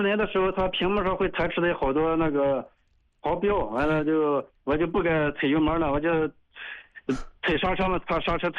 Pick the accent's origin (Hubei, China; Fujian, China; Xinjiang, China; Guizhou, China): Xinjiang, China; 就新疆的。